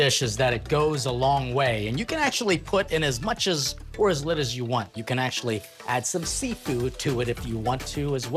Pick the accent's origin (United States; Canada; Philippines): Philippines; to help me remember the visit to my hometown. Nothing speaks of homecoming as a meal for me more than pansit, which is that really thin noodle. And as a homecoming dish, we always celebrated with long stranded noodles because, at least for the Philippines